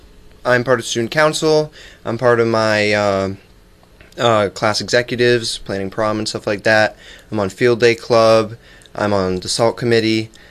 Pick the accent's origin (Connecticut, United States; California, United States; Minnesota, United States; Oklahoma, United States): Connecticut, United States; Plainfield; I'm from Plainfield, Connecticut.